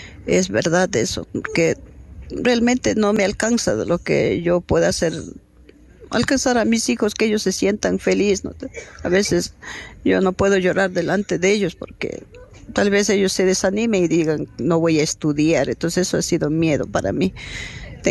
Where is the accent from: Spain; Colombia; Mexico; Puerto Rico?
Spain; Logroño, La Rioja